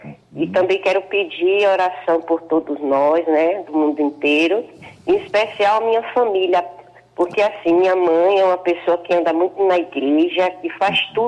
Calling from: Catu, Bahia, Brazil; Eu falo da cidade de Catu, do interior da Fazenda Matão

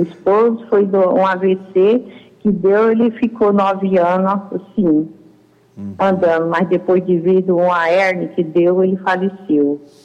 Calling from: São Carlos do Ivaí, Paraná, Brazil; Eu falo de São Carlos, aí, Paraná

